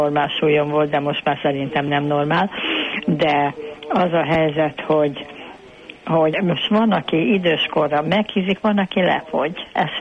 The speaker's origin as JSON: {"language": "Hungarian", "region": "Budapest", "country": "Hungary", "tie": "born or raised there", "moved": "as an adult", "lives_now": "Zalaegerszeg, Hungary", "said": "én Budán laktam, most Zalaegerszegen élek, ide jöttem férhez"}